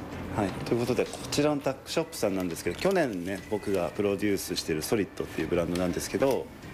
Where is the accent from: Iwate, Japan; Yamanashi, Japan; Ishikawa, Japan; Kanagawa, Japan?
Kanagawa, Japan; Chigasaki; 僕の地元茅ヶ崎